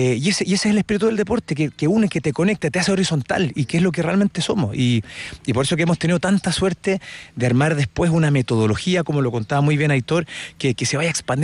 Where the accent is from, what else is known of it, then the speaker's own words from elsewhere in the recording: Chile; somos 5 personas, 2 de España, un amigo de Kenia y somos 2 de Chile.